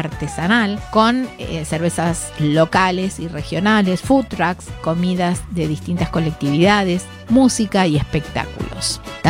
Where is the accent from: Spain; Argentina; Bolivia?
Argentina; Es todo gastronomía, somos argentinos, no lo podemos negar.